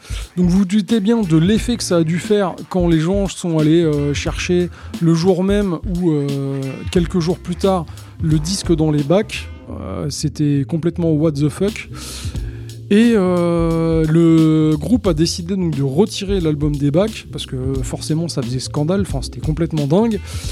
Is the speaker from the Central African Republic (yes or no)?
no; France